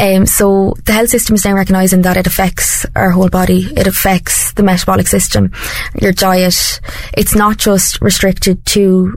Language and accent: English; Portlaoise, County Laois, Ireland; I am from Port Leash in County Leash.